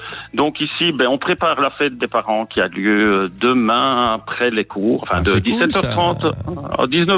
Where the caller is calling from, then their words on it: Dinant, Wallonia, Belgium; Exactement à Dinan, de l'autre côté de la citadelle, ouais. Juste en face. Quand on est à hauteur de la citadelle, on est à hauteur de mon quartier, de l'autre côté de la Meuse.